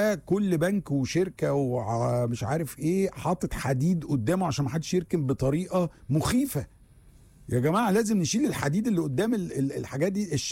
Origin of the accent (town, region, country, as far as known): Egypt